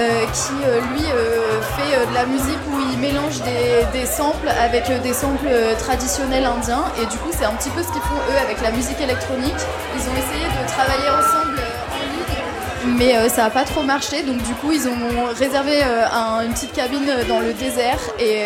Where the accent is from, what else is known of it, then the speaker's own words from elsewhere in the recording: India; French is a second language; now in Lyon, France; Oui, donc du coup … On vient d'Inde, mais on est basé ici à Lyon.